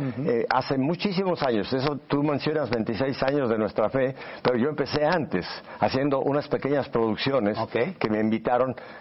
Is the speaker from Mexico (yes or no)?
yes; Mexico City, Mexico; also born or lived in Spain; yo tuve la fortuna de nacer en esa bellísima Ciudad de México. Me crié en Ciudad de México. Toda mi formación fue con los jesuitas.